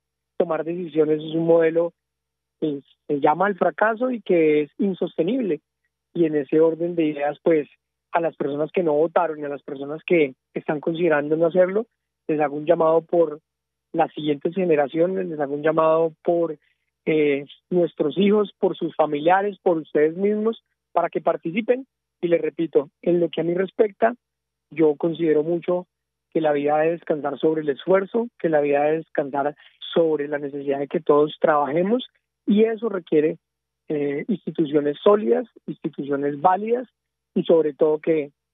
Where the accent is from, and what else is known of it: Colombia